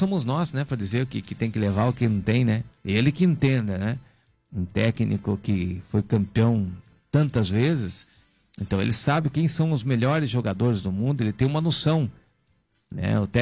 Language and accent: Portuguese; Brazil; A gente é brasileiro, então a gente torce pro Brasil